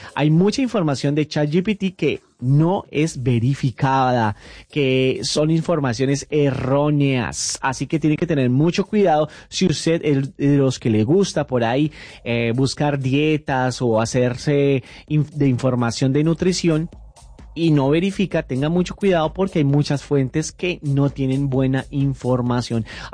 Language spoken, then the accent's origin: Spanish; Colombia; soy colombiano, me encanta la buena música